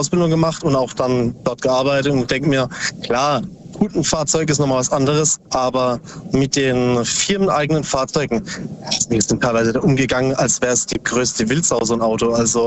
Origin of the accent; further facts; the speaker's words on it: Bruchsal, Baden-Württemberg, Germany; Aus Substadt Weiher, nee, Bruchsal.